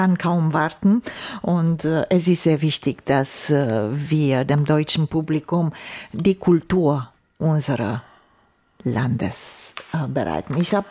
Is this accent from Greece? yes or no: no; Romania